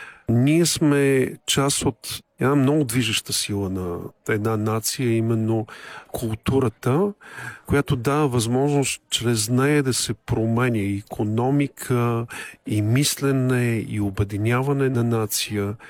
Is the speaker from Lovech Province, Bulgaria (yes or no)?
yes; Lovech, Lovech Province, Bulgaria; moved away as an adult; also born or lived in Pleven; когато за пръв път приех на 29 години да стана директор на театъра в родния ми град Ловеч